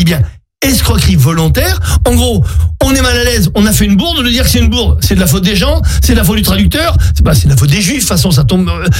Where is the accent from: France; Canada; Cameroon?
France; Moi, en tant que Français, oubliez que je sois juif, oubliez que je sois franco-israélien